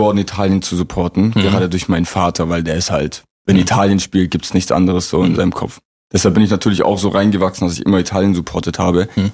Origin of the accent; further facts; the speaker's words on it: Leonberg, Baden-Württemberg, Germany; born there; Leonberg.